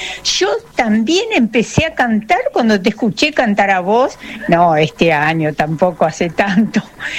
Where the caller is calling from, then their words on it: Berisso, Buenos Aires Province, Argentina; de Berisso.